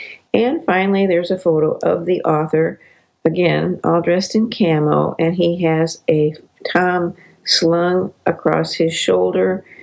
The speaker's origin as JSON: {"language": "English", "region": "Virginia", "country": "United States", "tie": "born or raised there"}